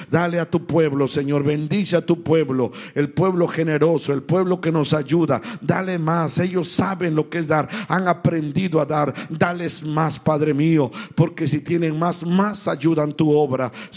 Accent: Mexico; now in United States; como mexicano, Señor, represento a mi país.

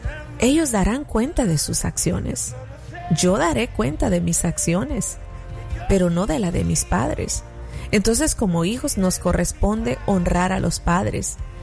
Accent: El Salvador; born there; moved away; Pero mi país en El Salvador, mi país natal, tiene sus costumbres, su propia cultura

